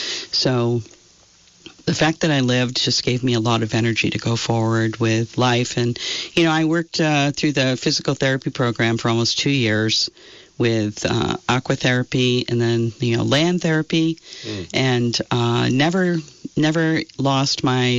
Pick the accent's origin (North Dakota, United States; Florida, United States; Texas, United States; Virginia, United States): Virginia, United States; Fairfax; also born or lived in Massachusetts; growing up in Fairfax was a wonderful experience for me because, my father packed us up in the VW bus. He lived in Massachusetts. I was actually born in Massachusetts. So I was 3 years old when we came here.